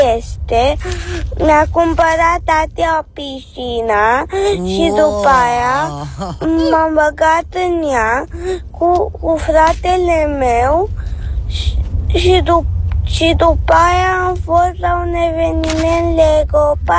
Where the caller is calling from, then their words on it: Bucharest, Romania; din București, am aproape 7 ani